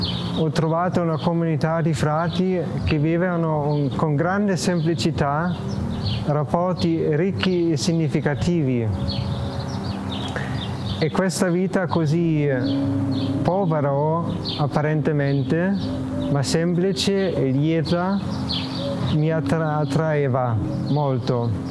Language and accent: Italian; Germany; Italian is a second language; moved away as an adult; now in Italy; All'inizio stavo in Germania e poi il Signore mi conduceva fuori dal mio paese